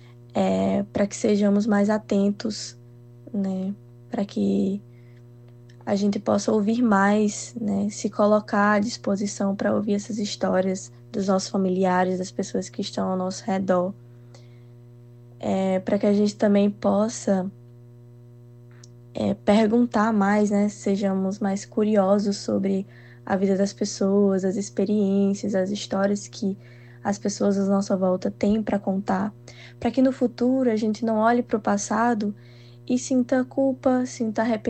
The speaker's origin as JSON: {"language": "Portuguese", "region": "Rio Grande do Norte", "country": "Brazil", "moved": "yes", "lives_now": "Maranhão, Brazil", "said": "A princípio, a temática surgiu do encontro meu e de Micael aqui no Maranhão. Nós dois somos do Rio Grande do Norte"}